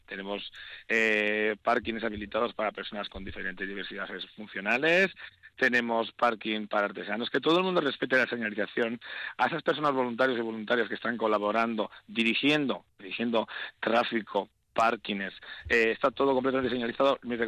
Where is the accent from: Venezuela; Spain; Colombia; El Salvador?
Spain; Basque Country; los que somos de Riberalta